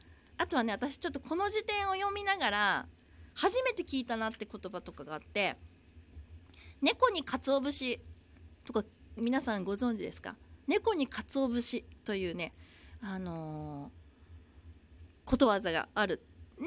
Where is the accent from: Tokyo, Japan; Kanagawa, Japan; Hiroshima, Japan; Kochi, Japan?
Hiroshima, Japan; now in Okinawa, Japan; 本当にこの地元の広島から沖縄に住んだのが私にとっては初めての、一人でこう引っ越すっていうのはね、初めてだったんです。